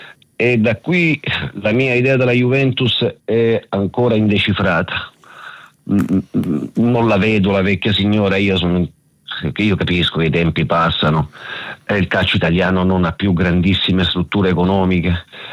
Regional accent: Taranto, Apulia, Italy; born there; vorrei fare i complimenti alla mia città natale Taranto

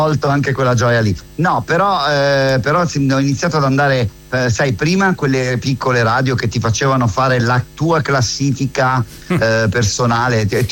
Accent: San Donato Milanese, Lombardy, Italy

